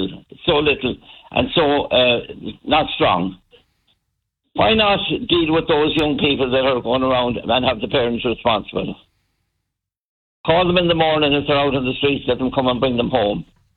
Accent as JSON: {"language": "English", "town": "Sligo", "region": "County Sligo", "country": "Ireland", "said": "I'm from Sligo originally, and between the road, between Boyle and Sligo, put up crosses at every point there was a fatal accident."}